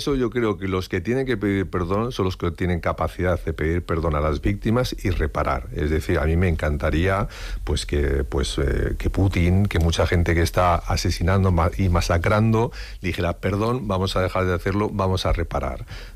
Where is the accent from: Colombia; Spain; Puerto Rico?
Spain; Pero es esta reflexión que ni siquiera como españoles somos conscientes de ello, de todo ese bagaje y de esa formación.